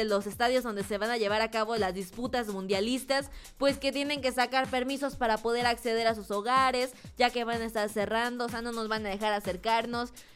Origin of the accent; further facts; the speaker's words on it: Mexico; nos quieren esconder a nosotros como mexicanos.